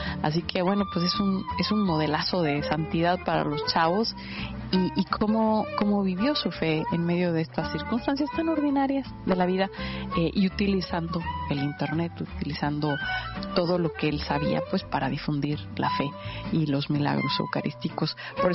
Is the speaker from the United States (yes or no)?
no; Chihuahua, Mexico; un consentido de mi tierra, un consentido de Chihuahua